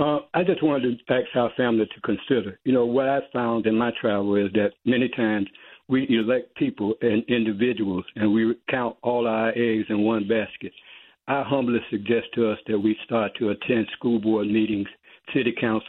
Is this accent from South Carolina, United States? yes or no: no; Florida, United States; I'm from Duval myself.